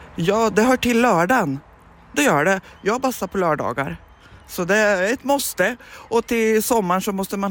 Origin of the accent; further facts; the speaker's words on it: Sweden; born there; Jag är född här i Sverige, men mina föräldrar kommer från Finland.